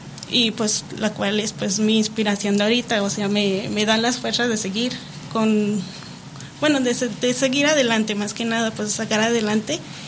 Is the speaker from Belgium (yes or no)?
no; Mexico; Bueno, es que como mexicanos, ¿verdad?